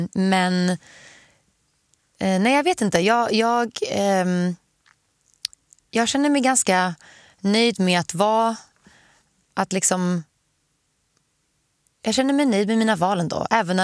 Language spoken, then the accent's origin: Swedish; Sweden; now in Los Angeles, United States; Alltså, när jag är här, när jag är i Sverige, tycker jag att det är så himla skönt att kunna bara promenera överallt